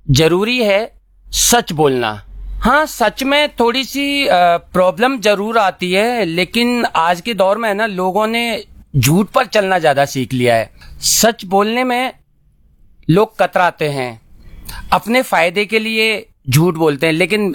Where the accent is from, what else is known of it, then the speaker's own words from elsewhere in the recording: Aligarh, Uttar Pradesh, India; now in Delhi, India; मैं दिल्ली से हूँ और वैसे मैं रहने वाला यूपी अलीगढ़ से हूँ, लेकिन वो छोड़े तो काफ़ी एक अरसा हो गया और फिलहाल तो मैं दिल्ली में हूँ और अपनी दिल्ली में अपनी फैमिली के साथ जिंदगी गुसर बसर कर रहा हूँ।